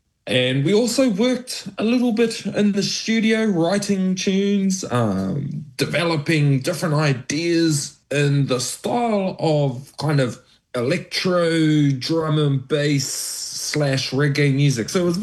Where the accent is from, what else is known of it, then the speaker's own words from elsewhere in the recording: Tūrangi, Waikato, New Zealand; I come from Aotearoa, specifically from a little town called Tūrangi, and our whakapapa there connects us to our karaua, Tūwhare Toa. And so Ngāti Tūwhare Toa, our tribe, and I grew up there